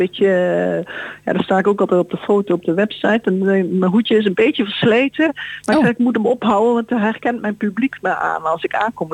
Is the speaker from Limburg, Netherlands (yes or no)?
yes; Limburg, Netherlands; now in Amersfoort, Netherlands; Ik ben in Limburg geboren en getogen.